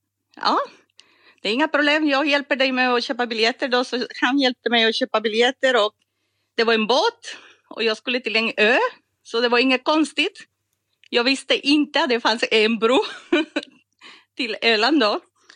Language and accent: Swedish; Costa Rica; Swedish is a second language; also born or lived in Poland; now in Sweden; Jag kommer från Costa Rica. Mm-hmm. Och hade studerat i Polen då på 90-talet.